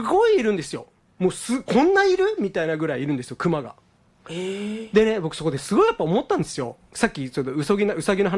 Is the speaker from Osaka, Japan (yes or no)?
no; Yame, Fukuoka, Japan; これが八女に、で僕はそこで育ったんですよ。